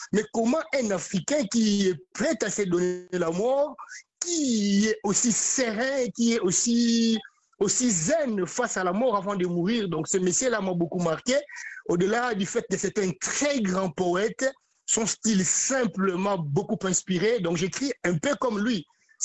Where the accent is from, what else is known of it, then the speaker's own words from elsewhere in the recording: DR Congo; À tout seigneur, tout honneur, donc en tant que Congolais, déjà que Lumumba n'est plus seulement Congolais, il est universel, Lumumba.